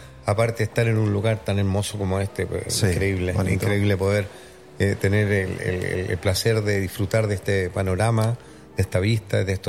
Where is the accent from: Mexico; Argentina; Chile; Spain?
Chile; Santiago, Santiago Metropolitan Region; born there; Nací en Santiago de Chile. Nací en la maternidad del Hospital San Borja.